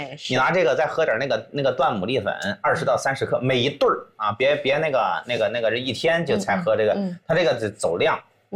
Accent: China; 我们中国人

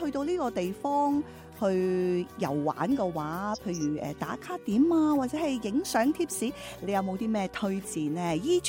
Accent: Jiangmen, Guangdong, China; 我嘅家乡江门啦，入边有碉楼啊

